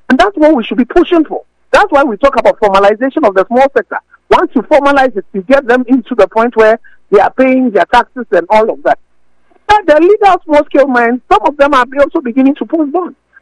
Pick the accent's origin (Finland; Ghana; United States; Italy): Ghana; it's about even us as a Ghanaian.